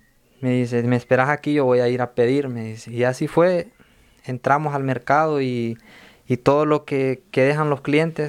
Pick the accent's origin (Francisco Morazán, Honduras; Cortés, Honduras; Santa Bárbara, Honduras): Santa Bárbara, Honduras; Yo soy de Santa Bárbara, Honduras.